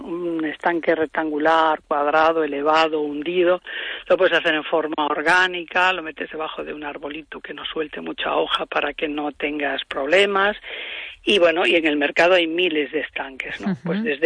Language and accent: Spanish; Galicia, Spain; uno siempre piensa, bueno, aquí no nos va a pasar porque somos gallegos, llueve mucho